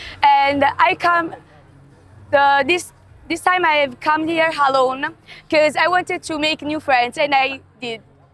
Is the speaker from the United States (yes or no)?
no; Italy; English is a second language; I come from Italy.